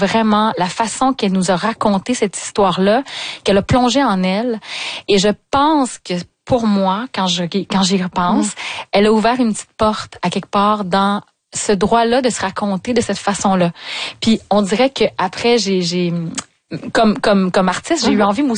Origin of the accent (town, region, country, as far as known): Carleton-sur-Mer, Quebec, Canada; born there